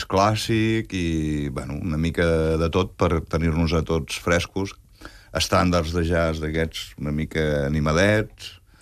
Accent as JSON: {"language": "Catalan", "region": "Catalonia", "country": "Spain", "said": "No, som catalans, estem a Catalunya, fem coses de catalans."}